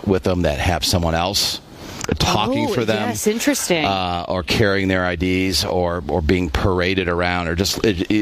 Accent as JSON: {"language": "English", "region": "Indiana", "country": "United States", "said": "I'm from Northwest Indiana."}